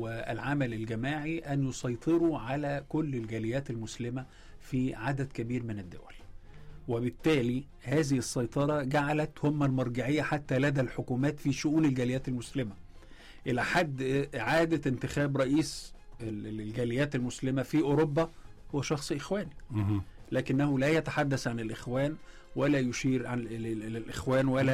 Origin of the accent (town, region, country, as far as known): Egypt